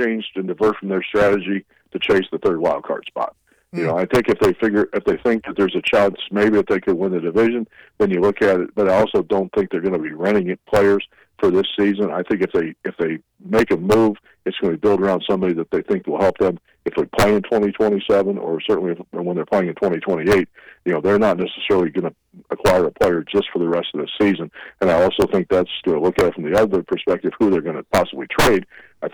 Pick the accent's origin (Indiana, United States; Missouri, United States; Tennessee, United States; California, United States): Missouri, United States; Springfield; born or raised there; also born or lived in Omaha, Nebraska